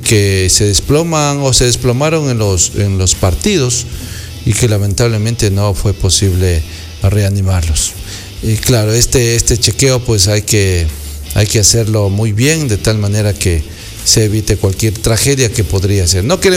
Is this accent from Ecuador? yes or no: yes; Ecuador; como ecuatorianos, aspiramos a que nuestros equipos lleguen